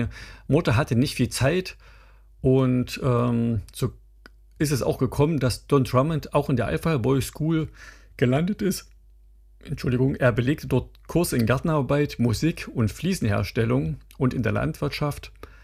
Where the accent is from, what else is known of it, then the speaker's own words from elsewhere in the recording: Jena, Thuringia, Germany; in meiner Heimatstadt Jena, in der ich geboren bin.